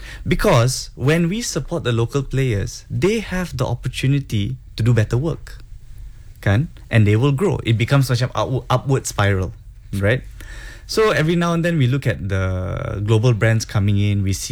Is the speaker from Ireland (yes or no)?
no; Singapore; born or raised there; also born or lived in Hong Kong